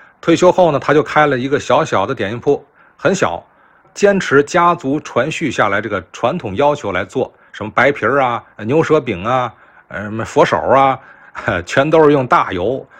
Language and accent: Chinese; Tianjin, China; 我们天津人最讲究了啊，我们是啊捧您的生意，天津人捧天津人啊